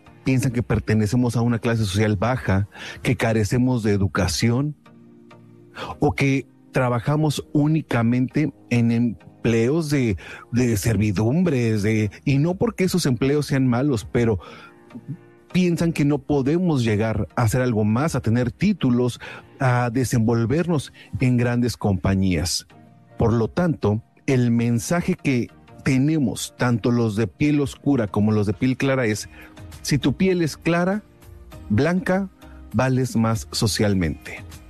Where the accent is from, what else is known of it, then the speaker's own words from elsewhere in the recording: Mexico; los que somos mexicanos sabemos de los whitexicans, y normalmente a los que somos de piel más oscura nos dicen nacos, nos dicen feos, nos dicen prietos.